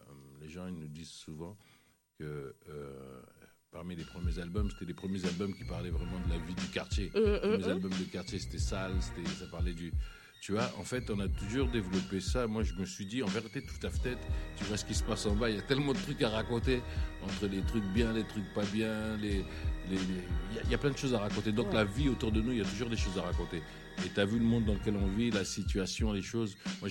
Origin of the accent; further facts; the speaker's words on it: Sarcelles, Île-de-France, France; Bah, parce qu'en fait, j'ai grandi en même temps à Sarcelles, en 95.